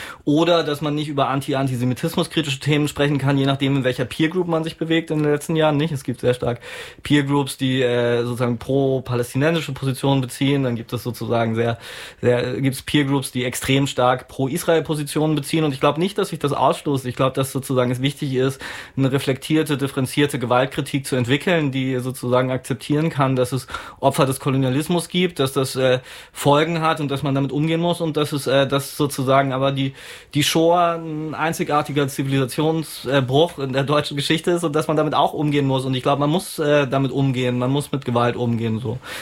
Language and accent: German; East Germany, Germany; ich bin ja auch Ostdeutscher zum Beispiel